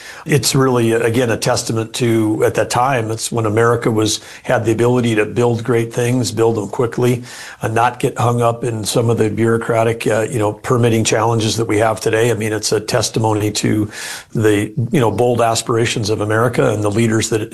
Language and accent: English; North Dakota, United States; Growing up in North Dakota